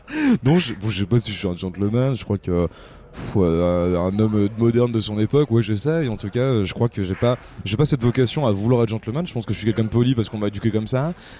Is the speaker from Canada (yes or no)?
no; Hauts-de-France, France